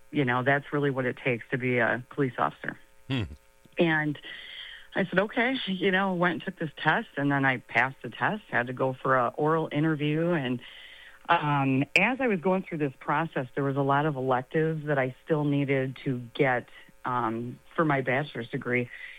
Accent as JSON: {"language": "English", "town": "Union Grove", "region": "Wisconsin", "country": "United States", "tie": "born or raised there", "said": "I'm a Racine County resident, basically born and raised in Union Grove, Wisconsin."}